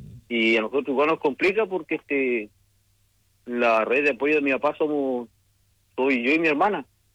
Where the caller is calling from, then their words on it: Cochrane, Aysén, Chile; somos de Cochrane nosotros